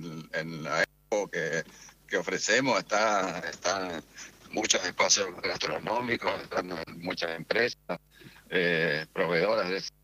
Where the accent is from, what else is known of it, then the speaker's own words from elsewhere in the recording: Corrientes, Argentina; Sí, nada, Correntina.